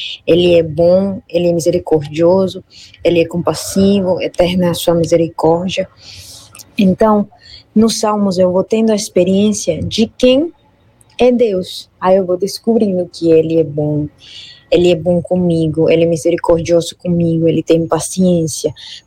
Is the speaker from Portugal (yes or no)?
no; Paraguay; first language Spanish; Portuguese is a second language; moved away; eu sou natural do Paraguai, então minha língua materna é o espanhol. E antes de entrar na comunidade, eu era professora de inglês. Então, eu falo 3 línguas, né? Hoje o português, o inglês e o espanhol.